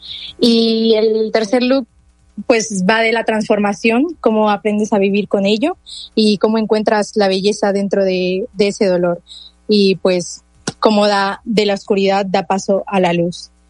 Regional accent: Veracruz, Mexico; now in Madrid, Spain; soy de Veracruz, actualmente vivo en Madrid, estoy estudiando la carrera de diseño de moda

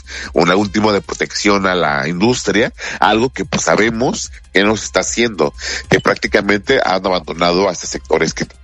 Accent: Mexico

